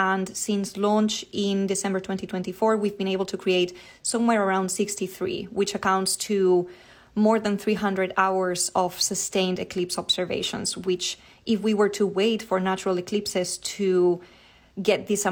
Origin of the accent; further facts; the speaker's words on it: Spain; because I am from Spain.